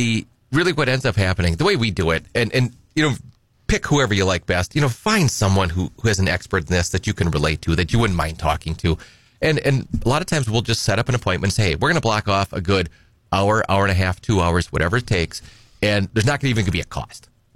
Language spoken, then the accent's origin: English; Edgar, United States; I'm from Edgar